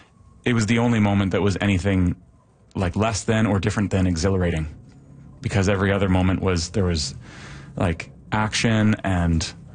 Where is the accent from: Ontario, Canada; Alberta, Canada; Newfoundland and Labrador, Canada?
Ontario, Canada; Oakville; When I was a kid growing up in Oakville, Ontario, I played, you know, very, very low level, like house league soccer.